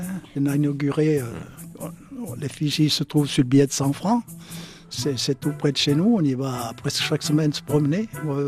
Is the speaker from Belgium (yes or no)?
no; Ayent, Valais, Switzerland; accent: patois of Ayent; j'ai tendance à ramener à mon patois Ayento